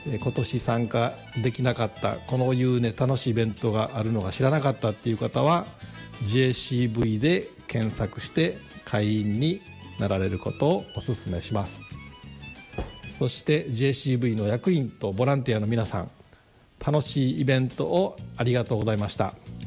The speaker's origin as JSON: {"language": "Japanese", "region": "Kansai", "country": "Japan", "said": "私は関西人の出身なので、納豆とね絡めて食べるっていうのは初めて見たんですけど"}